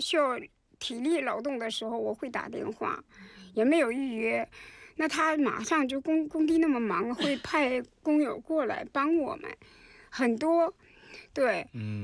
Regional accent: China; now in South Korea; 我们作为中国人

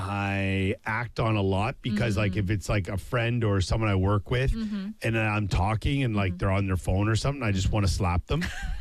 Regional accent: Canada; I think as a Canadian

